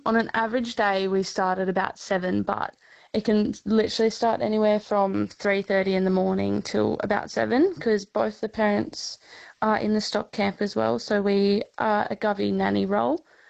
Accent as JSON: {"language": "English", "town": "Orange", "region": "New South Wales", "country": "Australia", "lives_now": "Northern Territory, Australia", "said": "I'm originally from Orange in New South Wales."}